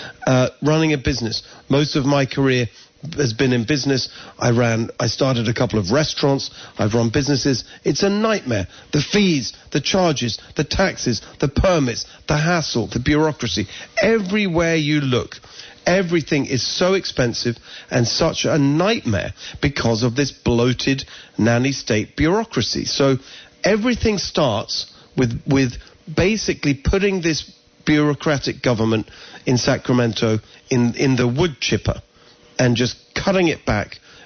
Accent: England, United Kingdom; now in United States; So we moved here from England, as people can hear my accent. I'm not originally from here. But I just want to say, Amy, very important point of connection is that my parents are Hungarian, and they were refugees from communism in Hungary. And I was born in England, but I grew up in a regular work

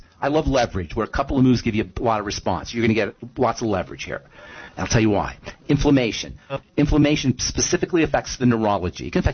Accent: Trenton, New Jersey, United States; I grew up in Trenton. I know all about Philly.

